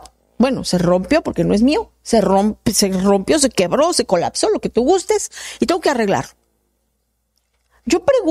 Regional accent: Tabasco, Mexico; now in Tijuana, Mexico; allá en mi pueblo, que es Tabasco

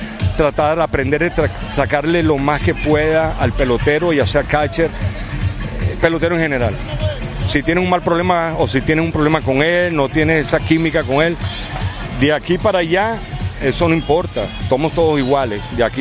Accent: Ciudad Bolívar, Bolívar, Venezuela; El pescado típico de mi pueblo, Ciudad Bolívar.

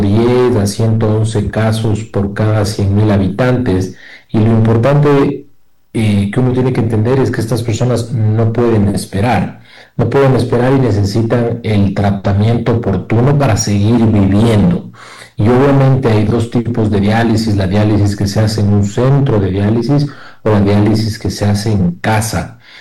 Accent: Ecuador; porque tengo diálisis y porque soy del Ecuador y mi constitución lo garantiza.

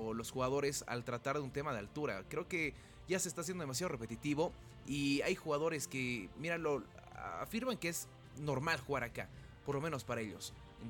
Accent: Bolivia

